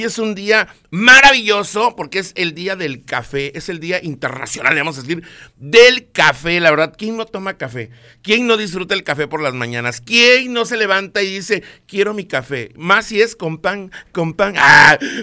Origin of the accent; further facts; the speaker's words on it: Chiapas, Mexico; somos el pulmón de México. Chiapas, el lugar turístico número uno